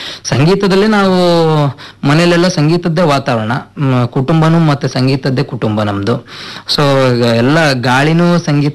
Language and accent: Kannada; Hubli, Karnataka, India; born there; Sir, ನಾವು ಮೂಲ ಧಾರವಾಡ ಜಿಲ್ಲೆಯವರು. ನನ್ನ ತಾಯಿ ತವರ ಮನೆ ಹುಬ್ಳಿ, ನಾನು ಹುಟ್ಟಿದ್ದು ಕೂಡ ಹುಬ್ಳಿಯಲ್ಲೇ.